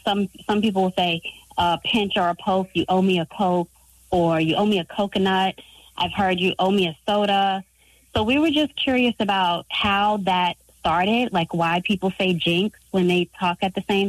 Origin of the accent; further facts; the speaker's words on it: Long Island, New York, United States; And I grew up in Long Island, so.